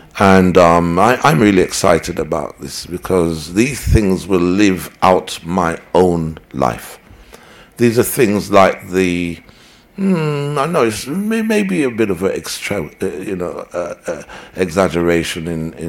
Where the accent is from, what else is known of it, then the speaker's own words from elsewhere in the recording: Jamaica; I said, I'm Jamaican.